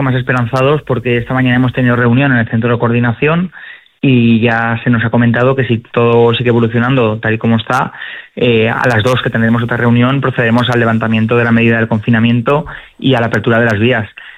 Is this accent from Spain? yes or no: yes; Gátova, Valencian Community, Spain; yo amo Gatova por encima de todas las cosas, sea o no sea alcalde, la amaba antes, la amo ahora y la amaré en el futuro. Al final es mi pueblo donde mi familia ha crecido, donde mi familia pues se ha hecho y igual que la de mis vecinos.